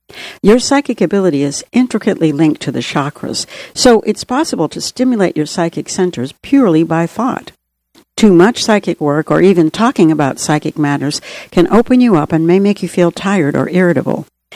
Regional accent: Boston, Massachusetts, United States; born or raised there

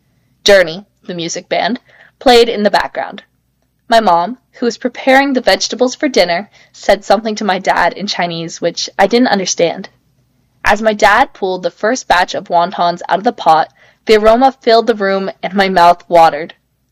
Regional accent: Bagaluru, Karnataka, India; Born and raised in Bagaluru, Karnataka, and I am going to ninth grade next year. I can speak Malayalam, Tamil, Hindi, and Kannada, along with English.

